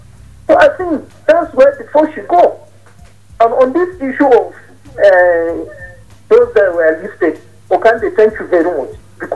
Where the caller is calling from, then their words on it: Bukuru, Plateau, Nigeria; I'm calling from Buku.